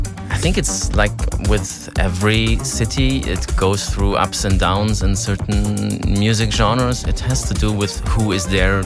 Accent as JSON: {"language": "English", "town": "Dresden", "region": "Saxony", "country": "Germany", "said": "I mean, I am from Dresden, and Dresden has quite a lively music scene, I would say."}